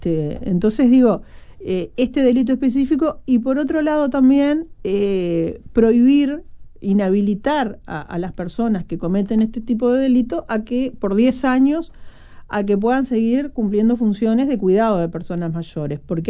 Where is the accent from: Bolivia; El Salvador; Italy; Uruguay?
Uruguay